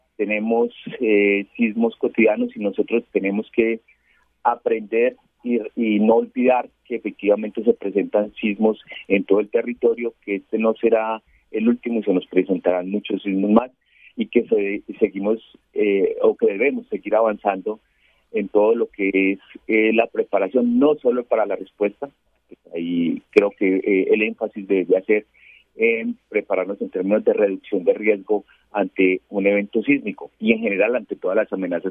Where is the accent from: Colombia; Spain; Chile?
Colombia; Pereira, Risaralda; yo soy de Pereira, nacido en Pereira, y estoy en proceso de desplazarme para mi ciudad.